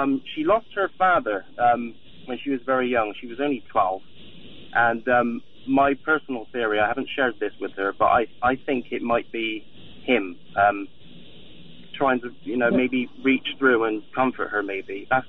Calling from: Bristol, South West England, United Kingdom; I'm calling from Bristol in the UK.

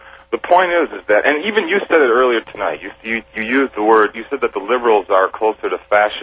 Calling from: Kenosha, Wisconsin, United States; from Kenosha, Wisconsin.

